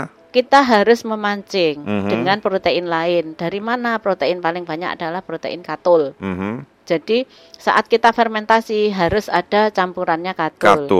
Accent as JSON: {"language": "Indonesian", "town": "Nganjuk", "region": "East Java", "country": "Indonesia", "tie": "born there", "said": "Saya lahir di Nganjuk."}